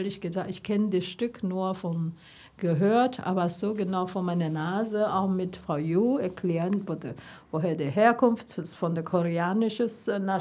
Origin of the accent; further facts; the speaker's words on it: Taiwan; born there; German is a second language; moved away; Ich wurde in Taiwan geboren, sie wurde in China geboren